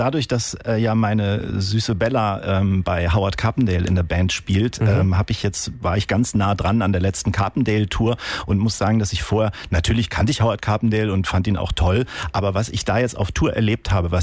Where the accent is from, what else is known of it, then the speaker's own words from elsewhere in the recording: Kiel, Schleswig-Holstein, Germany; ich komme aus Kiel, da ist man eher handballaffin